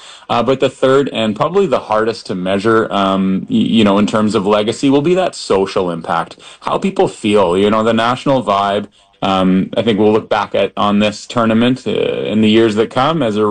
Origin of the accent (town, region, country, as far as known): Canada